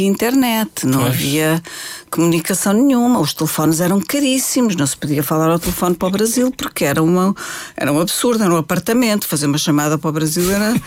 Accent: Portugal; moved away as an adult; also born or lived in Brazil; eu sou portuguesa, eu não sou brasileira, eu vou cantar em português.

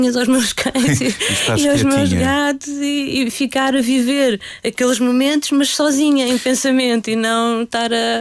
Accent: Lisbon, Portugal; also born or lived in Arrifana; Eu, apesar de ter vivido sempre em Lisboa, tecnicamente não nasci em Lisboa, nasci numa aldeia chamada Arrifana, mas que não é uma das Arrifanas que as pessoas conhecem, não é do Algarve nem nada.

